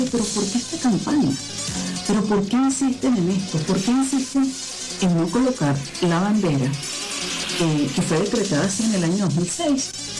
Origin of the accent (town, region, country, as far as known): Venezuela